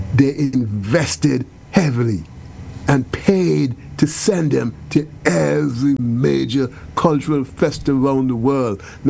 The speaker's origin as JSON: {"language": "English", "country": "Antigua & Barbuda", "tie": "born or raised there", "said": "as a kid growing up in Antigua playing steel band"}